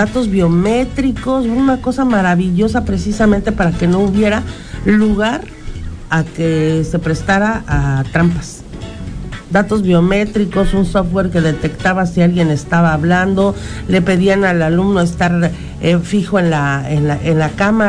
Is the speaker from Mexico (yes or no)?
yes; Mexico; also born or lived in Lindavista, Mexico City, Mexico; lo cochinotes que somos los mexicanos